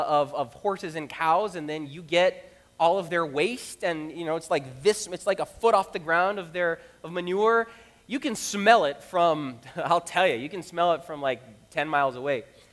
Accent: Brazil; moved away; You know, I'm from Brazil

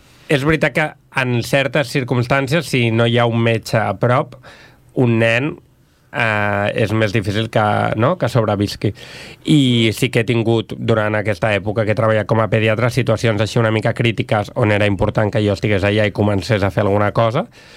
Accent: Barcelona, Catalonia, Spain; born there; Vaig néixer a Barcelona.

